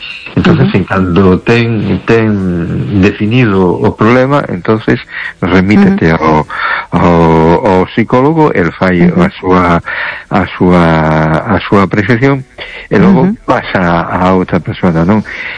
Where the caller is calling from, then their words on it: A Coruña, Galicia, Spain; Buenas noches … de Coruña.